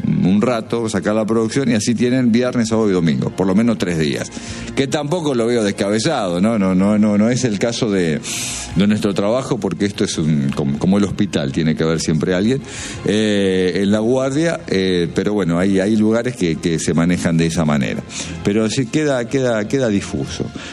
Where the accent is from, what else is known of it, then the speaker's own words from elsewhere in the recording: Argentina; somos argentinos, inevitablemente.